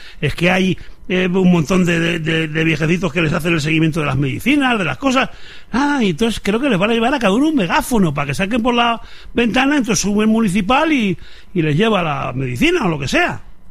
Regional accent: Spain; la zona pues del Valle del Tietar, donde roza mi pueblo también, se arrasó

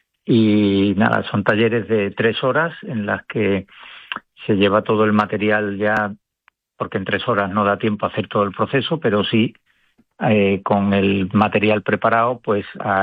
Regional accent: Seville, Andalusia, Spain; moved away as an adult; now in Cantabria, Spain; por mi acento me delata, yo he vivido siempre en Sevilla, pero nací aquí en Cantabria.

